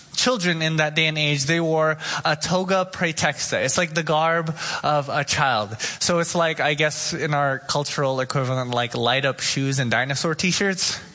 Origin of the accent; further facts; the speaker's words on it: Oxnard, California, United States; I grew up in Oxnard. I drove a Toyota Matrix and gas was too expensive.